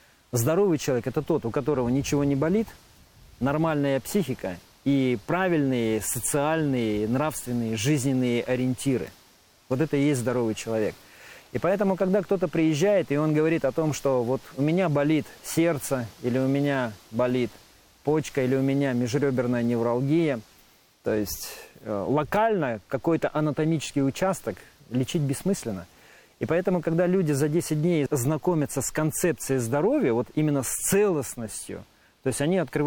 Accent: Krasnodar Krai, Russia; moved away; Я сам родом с Краснодарского края, и меня часто тянет на юга.

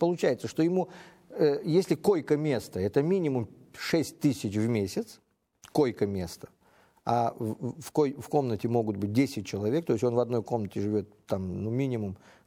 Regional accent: Uzbekistan; я сам уроженец азиатских стран, я сам уроженец Узбекистана. И я знаю, каков наш народ.

